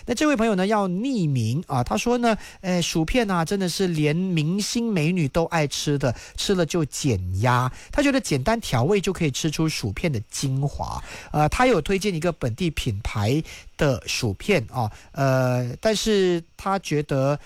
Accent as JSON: {"language": "Chinese", "country": "Malaysia", "said": "好啦，我们马来西亚人比较难接受啦"}